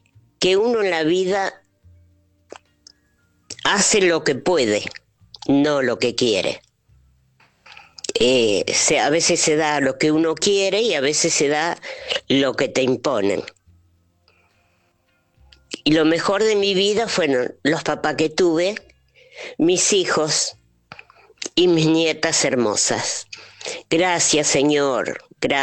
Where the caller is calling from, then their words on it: Luján, Buenos Aires Province, Argentina; de Luján.